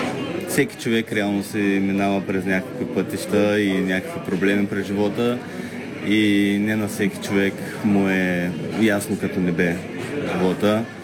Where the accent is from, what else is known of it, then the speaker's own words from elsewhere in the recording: Sliven, Sliven Province, Bulgaria; first language Bulgarian; moved away as an adult; Сливен е моя роден град. Аз без Сливен не бих съществувал.